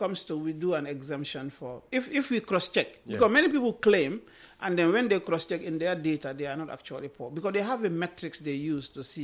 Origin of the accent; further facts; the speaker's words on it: North Bank, Gambia; I'm from Chamen in Lower Nyome.